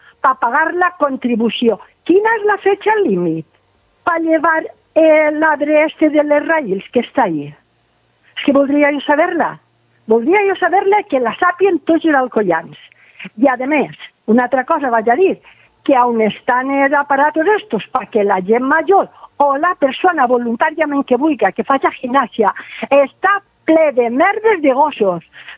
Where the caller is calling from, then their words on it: Alcoy, Valencian Community, Spain; jo sóc una veïna de Can Sánchez.